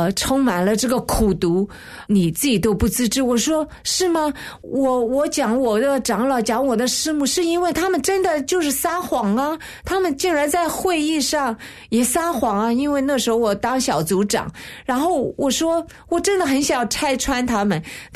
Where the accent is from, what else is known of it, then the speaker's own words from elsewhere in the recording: China; moved away; 那另一位女生她也是跟我们也是大陆的老乡